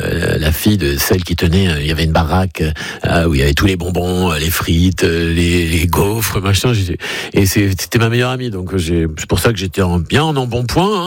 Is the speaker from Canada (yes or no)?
no; Paris, Île-de-France, France; je suis un petit poulbeau moi de Montmartre, j'étais dans le 18e et j'ai eu une vie de village finalement dans Paris.